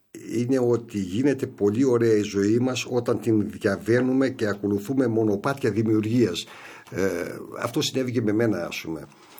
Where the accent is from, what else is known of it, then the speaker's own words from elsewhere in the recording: Vari, Western Macedonia, Greece; να πω μια παροιμία την οποία χρησιμοποιούμε στο χωριό μου, στη Βάρη